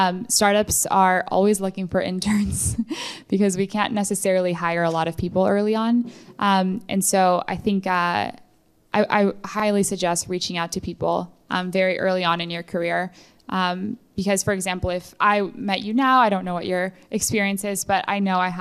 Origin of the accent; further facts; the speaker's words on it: Mexico; moved away; I'm from Mexico. I grew up in Mexico.